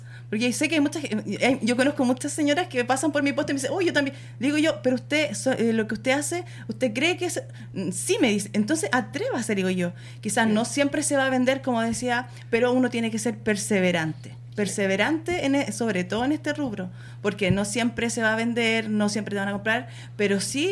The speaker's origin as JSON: {"language": "Spanish", "town": "Isla de Maipo", "region": "Santiago Metropolitan Region", "country": "Chile", "said": "Yo soy de la Islita, Caperana."}